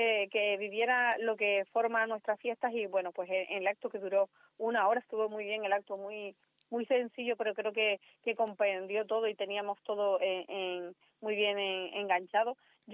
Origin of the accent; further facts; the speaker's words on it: Teror, Canary Islands, Spain; nací en Arbejales y vivo en Arbejales y al final es mi barrio